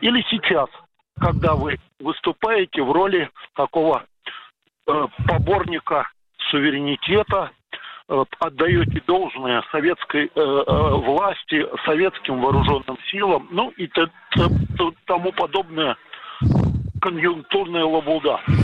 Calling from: Moscow, Russia; из Москвы, старший лейтенант.

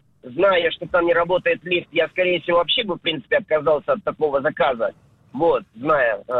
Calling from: Stavropol, Stavropol Krai, Russia; я из Ставрополя вам звоню, сам подрабатываю курьером.

